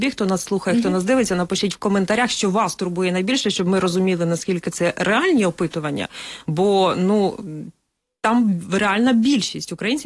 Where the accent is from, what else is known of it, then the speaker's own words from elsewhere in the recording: Sumy, Sumy Oblast, Ukraine; мої рідні Суми